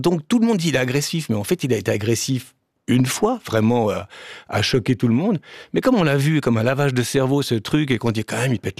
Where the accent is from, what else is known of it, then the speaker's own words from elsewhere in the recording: Switzerland; Je ne vote pas en France parce que je suis suisse